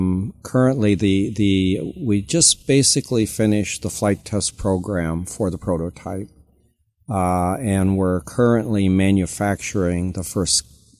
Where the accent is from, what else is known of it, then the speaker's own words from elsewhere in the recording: Billings, Montana, United States; We're working with Aerotronics on the avionics in Billings, Montana, and I'm from Billings, Montana, so they're almost part of the family as far as I'm concerned.